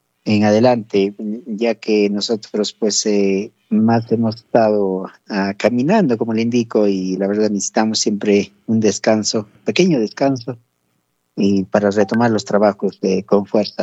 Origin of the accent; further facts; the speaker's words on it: Cerro de Pasco, Pasco, Peru; a mi tierra Cerro de Pasco